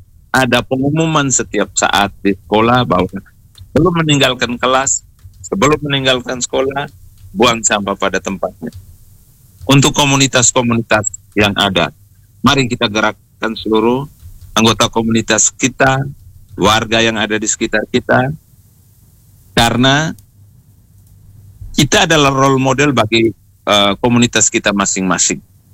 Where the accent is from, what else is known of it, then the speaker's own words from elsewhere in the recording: Ende, East Nusa Tenggara, Indonesia; kita orang Ende